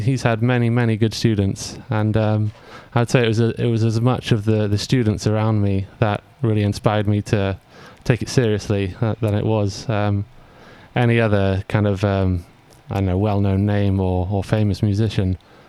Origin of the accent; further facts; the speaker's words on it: North East England, United Kingdom; I grew up playing in the Colliery Miners brass bands of Northumberland.